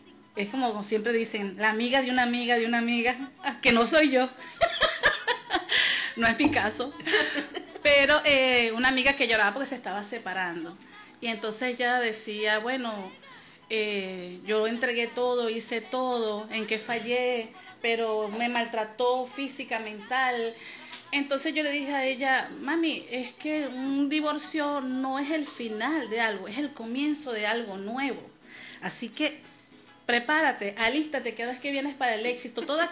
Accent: Caracas, Capital District, Venezuela; now in Píritu, Venezuela; ya no soy caraqueña, ya soy piriteña, claro, más de 30 años acá

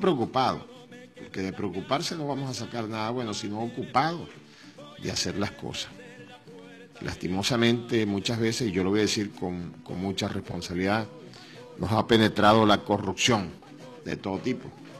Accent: Venezuela

